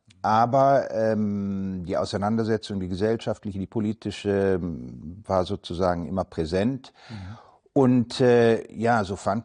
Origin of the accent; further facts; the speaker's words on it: Müllheim, Baden-Württemberg, Germany; also born or lived in Freiburg; Ich war in Mülheim, Baden, geboren in Badenweiler, zur Schule gegangen, zum Gymnasium gegangen in Mülheim, Baden.